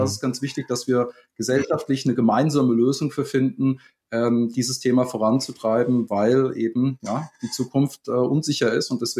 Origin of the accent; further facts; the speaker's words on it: Bavaria, Germany; now in Hamburg, Germany; ich komme ursprünglich aus Bayern und bin seit 2015 hier in Hamburg.